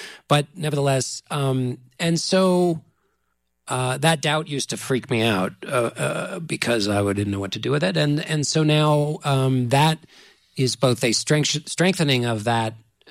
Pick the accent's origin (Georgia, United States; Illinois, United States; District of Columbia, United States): District of Columbia, United States; Washington